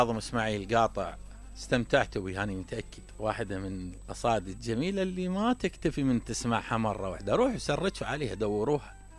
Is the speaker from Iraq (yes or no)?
yes; Iraq; هنا عندنا بالعراق